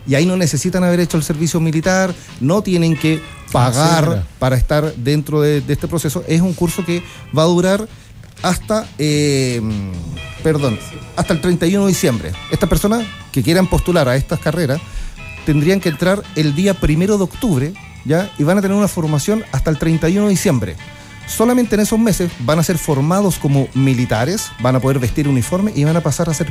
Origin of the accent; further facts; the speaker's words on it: Los Lagos, Chile; Porque en mi caso particular, por ejemplo, yo soy de Chiloé.